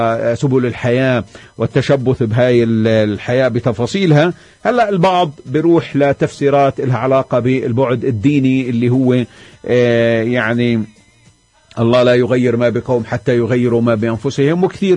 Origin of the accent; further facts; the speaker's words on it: Palestine; كفلسطينيين